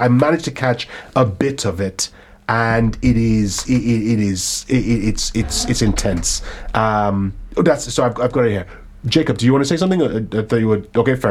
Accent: Nigeria; So I grew up in Nigeria. We got to see stuff that was relegated or regulated here and in the West.

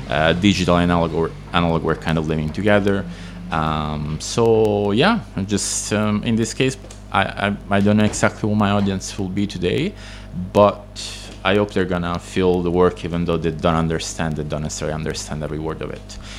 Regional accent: Italy; first language Italian; English is a second language; moved away; Italian, which is my original language, my native language

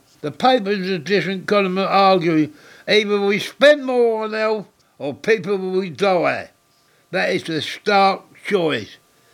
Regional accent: Deptford, London, United Kingdom; born there; I was born on May 1. I was born in Deptford 81 years ago. Yes, we lived in an house where the walls were so thin, we used to have to tip our bread in next door's gravy.

